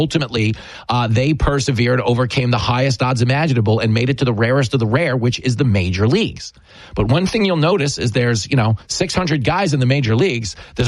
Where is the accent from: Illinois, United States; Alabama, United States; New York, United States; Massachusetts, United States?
New York, United States; Levittown; I grew up in Levittown, New York, out on Long Island, not to be confused with Levittown, Pennsylvania